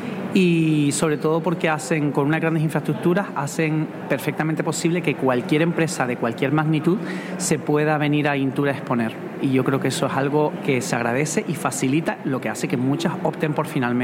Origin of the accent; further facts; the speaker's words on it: Canary Islands, Spain; No tenemos prisa, ¿no? Somos canarios, digamos así.